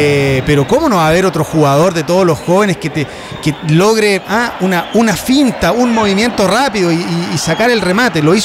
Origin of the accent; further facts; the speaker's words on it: Osorno, Los Lagos, Chile; yo soy hincha de Provincial Osorno, señores, mi tierra.